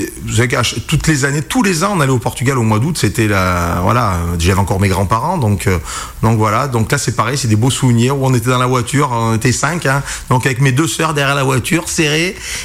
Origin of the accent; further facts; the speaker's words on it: Beaumont, Auvergne-Rhône-Alpes, France; born there; ici l'Auvergnat portugais. Pourquoi? Parce que je suis d'origine portugaise par mes parents et je suis né à Beaumont en Auvergne.